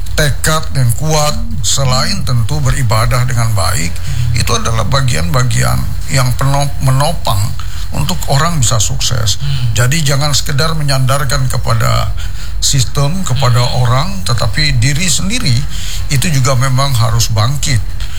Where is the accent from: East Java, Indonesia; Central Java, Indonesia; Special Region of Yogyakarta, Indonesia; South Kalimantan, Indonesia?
South Kalimantan, Indonesia; saya orang Hulu, ya hidup dengan kegetiran ekonomi, orang tua orang petani, nelayan, ibu hanya pedagang penjual wadai.